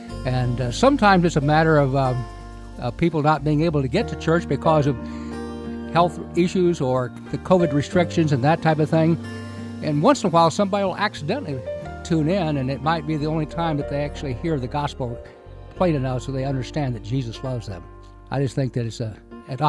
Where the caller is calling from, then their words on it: Blandinsville, Illinois, United States; from Blandesville, Illinois.